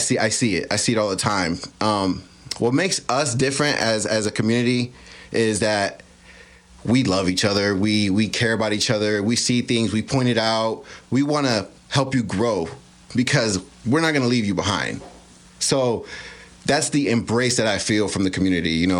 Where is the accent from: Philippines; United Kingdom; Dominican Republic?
Dominican Republic; now in Lincoln County, United States; I'm from the Dominican Republic.